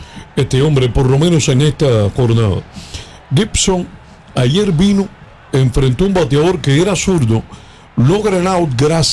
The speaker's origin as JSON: {"language": "Spanish", "town": "Remedios", "region": "Villa Clara", "country": "Cuba", "said": "Soy orgullosamente remediano."}